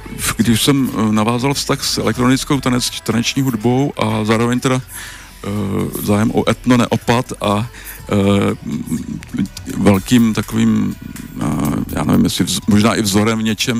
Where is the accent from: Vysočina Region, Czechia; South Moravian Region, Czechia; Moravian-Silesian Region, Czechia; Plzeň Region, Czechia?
Plzeň Region, Czechia; Plzeň; Já jsem totiž z Plzně a tam je ta kultura převážně teda Big Beatová a pivní